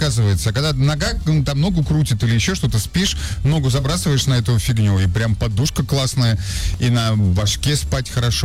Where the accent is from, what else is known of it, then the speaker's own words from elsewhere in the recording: Donetsk, Donetsk Oblast, Ukraine; Слушай, я ездил из Донецка в Москву к деду сюда. У меня были маленькие часики такие.